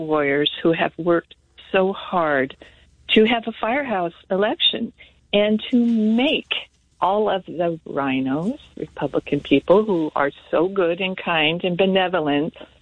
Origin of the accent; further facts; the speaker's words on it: Spokane, Washington, United States; I'm a Washingtonian. I was born in Spokane, Washington.